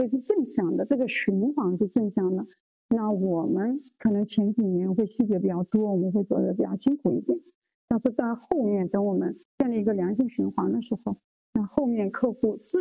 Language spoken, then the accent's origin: Chinese; Yunhe, Zhejiang, China; now in Yiwu, China; 作为土生土长的云和人